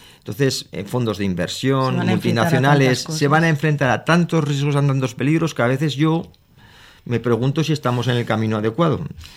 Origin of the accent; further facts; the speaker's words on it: Huesca, Aragon, Spain; nosotros somos de Huesca